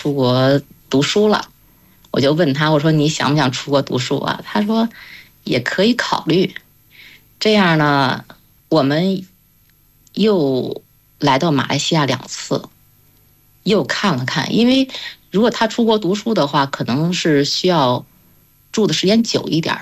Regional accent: Beijing, China; moved away as an adult; now in Kuala Lumpur, Malaysia; 我呢是之前一直在北京嘛，我是北京人，然后我从来没想到过说有一天我会到另外一个国家去生活。

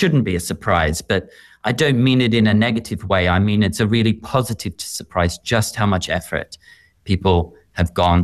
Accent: Melbourne, Victoria, Australia; My first experience of something like that was when I grew up in Australia. You might hear it a little bit in my accent, but, you know, in the edge of Melbourne, in a small little suburb.

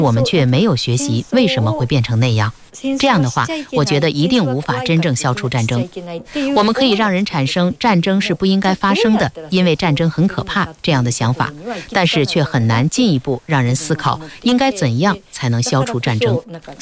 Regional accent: Kitakyushu, Fukuoka, Japan; 虽然我自己也是在北九州市出生长大的

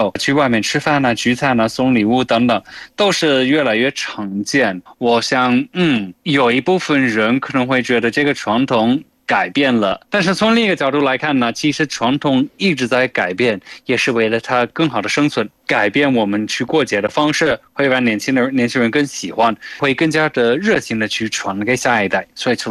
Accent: United Kingdom; Chinese is a second language; moved away; 以前我小时候在英国

